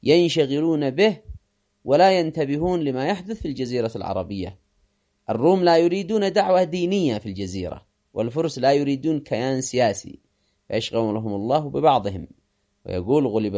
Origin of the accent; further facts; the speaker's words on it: Yemen; نحن كشعب يمني